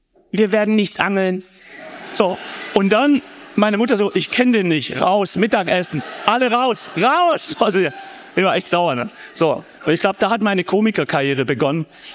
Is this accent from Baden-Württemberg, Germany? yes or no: yes; Gaildorf, Baden-Württemberg, Germany; die war berühmt in Geildorf, wo ich aufgewachsen bin